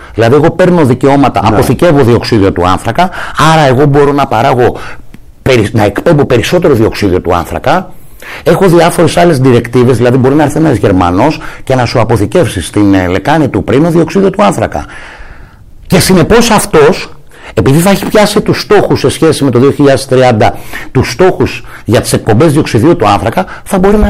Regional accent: Aliveri, Central Greece, Greece; στο Αλιβέρι την. Γενέτειρά μου, την ιδιαίτερη πατρίδα μου, το Αλιβέρι Ευβίας

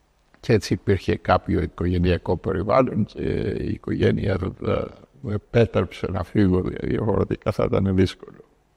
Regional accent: Vrontados, North Aegean, Greece; moved away; Τα παιδικά μου χρόνια στο Βροντάδο ήταν πολύ παρόμοια με όλους τους συμμαθητές μου.

